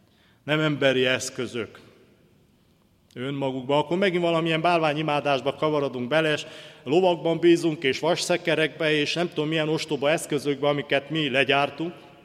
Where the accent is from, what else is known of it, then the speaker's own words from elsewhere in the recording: Hungary; mint magyarok úgy őrizzük a monda világot